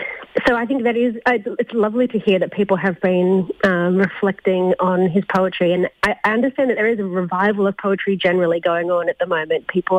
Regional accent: Newcastle, New South Wales, Australia; growing up in Newcastle and not having to solve problems about soil and rain and rivers.

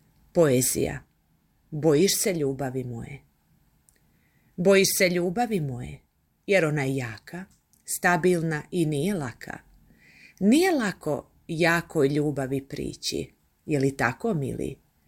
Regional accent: Bosnia & Herzegovina; born there; Rođena sam u Bosni i Hercegovini, živim u gradu Banja Luka.

